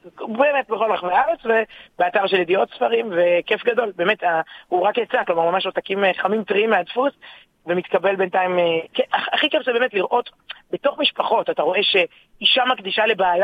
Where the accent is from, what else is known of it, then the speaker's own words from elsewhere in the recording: Ramat HaSharon, Tel Aviv District, Israel; born there; כנערה באמת בתיכון מצטיין ברמת השרון